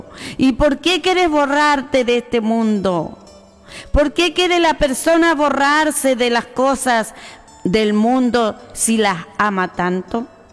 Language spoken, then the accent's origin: Spanish; Chile; como chilenos que somos